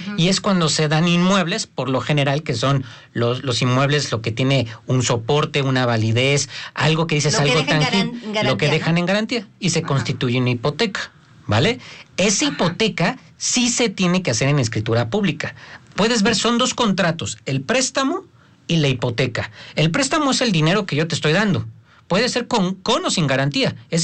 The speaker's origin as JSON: {"language": "Spanish", "country": "Mexico"}